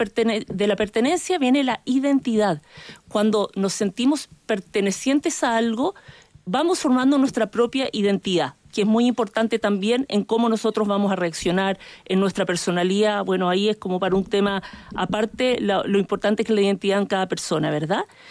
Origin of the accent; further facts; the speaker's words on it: Chile; Y Chile, fíjate que además, por su ubicación geográfica, también tiene algo muy, muy potente. Somos un país que también nos hemos construido con un espíritu muy propio.